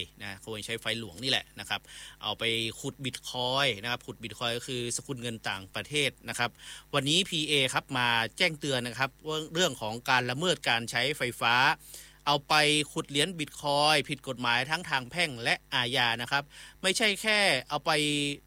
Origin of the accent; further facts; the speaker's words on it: Nan, Thailand; accent: Nan accent (Northern Thai); now in Chiang Mai, Thailand; อู้เมืองได้อยู่นะอู้เมืองสำเนียงน่านถึงจะมาอยู่เจียงใหม่หลายปีแต่ก็สำเนียงเอี้ยครับ